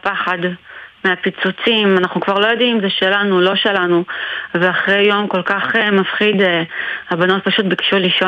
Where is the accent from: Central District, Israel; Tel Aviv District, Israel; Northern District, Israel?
Northern District, Israel; Ma'alot; now in Shomera, Israel; אני ממעלות, גם בצפון.